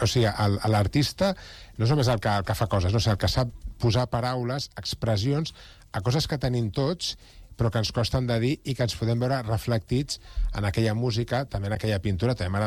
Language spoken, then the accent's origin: Catalan; L'Hospitalet de Llobregat, Catalonia, Spain; Jo soc d'Hospitalet, no? Ja li deia abans a la Carme, no? I un punt de flamenquillo d'Hospitalet també el porto.